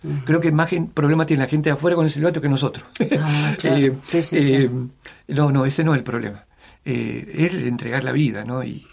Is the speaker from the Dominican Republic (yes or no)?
no; Mendoza, Argentina; Ser párroco y en Mendoza. En mi tierra.